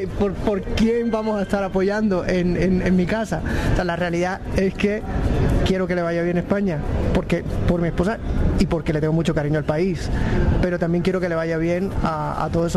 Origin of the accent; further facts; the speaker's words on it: Puerto Rico; now in United States; llevo muchos años viviendo en los Estados Unidos. Entonces, como que me conecté mucho con el fútbol americano. Como puertorriqueño, me crié jugando béisbol.